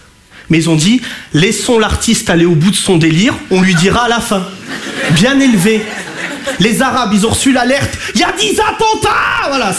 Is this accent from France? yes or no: yes; France; je suis français. Oui, oui, je suis français